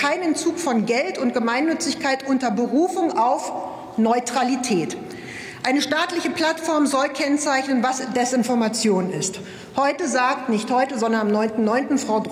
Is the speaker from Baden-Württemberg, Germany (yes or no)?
no; Potsdam, Brandenburg, Germany; born there; moved away as an adult; also born or lived in Munich; Ich bin in Potsdam geboren.